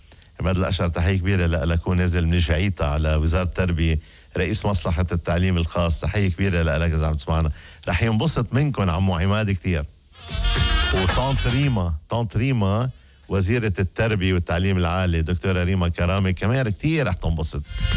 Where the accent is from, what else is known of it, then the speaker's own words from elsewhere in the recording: Syria; انا سوري بس احكي بالجامعة